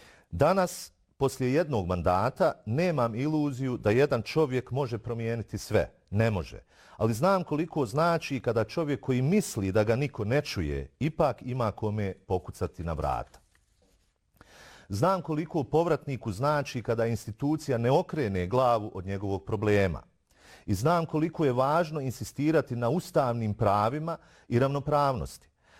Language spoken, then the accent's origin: Bosnian; Srebrenica, Republika Srpska, Bosnia & Herzegovina; Ja sam Bošnjak. Ja sam musliman. Preživio sam genocid u Srebrenici. Srebreničanin sam koji živi u Srebrenici